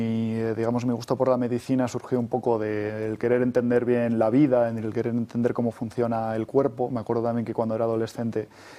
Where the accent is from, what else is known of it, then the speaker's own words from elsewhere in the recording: Eibar, Basque Country, Spain; ¿Sabes qué dicen de los de Eibar? Que somos como los de Bilbao, pero incluso un poco más.